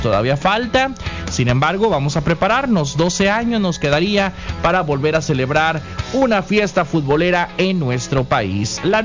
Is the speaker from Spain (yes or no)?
no; Mexico; cómo somos los mexicanos, alegres, fiesteros, somos querendones.